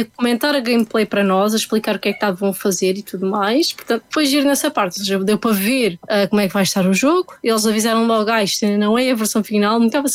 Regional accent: Portugal

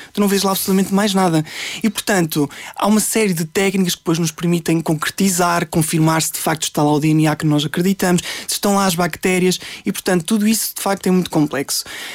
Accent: Norte, Portugal; born there; moved away as an adult; now in Lisbon, Portugal; E por isso é que eu digo que sou um lisboeta transmontano. Isto quase que parece uma traição às raízes.

